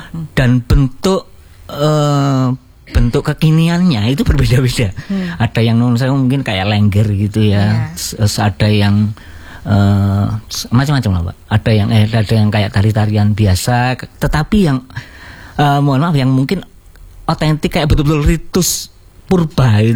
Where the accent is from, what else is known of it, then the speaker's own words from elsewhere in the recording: Jember, East Java, Indonesia; karena memang dari kecil sampai kuliah itu di Jember, dari lahir Jember sampai kuliah Jember, minimal dengar bisa.